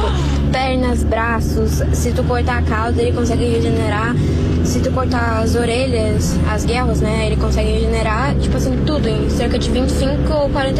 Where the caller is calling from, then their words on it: Porto Alegre, Rio Grande do Sul, Brazil; eu vim aqui de Porto Alegre.